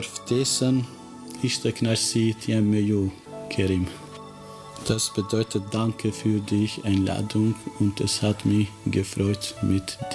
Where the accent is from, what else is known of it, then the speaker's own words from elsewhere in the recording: Kosovo; first language Albanian; German is a second language; now in Germany; Ich bin Albaner, ich komme aus Kosovo.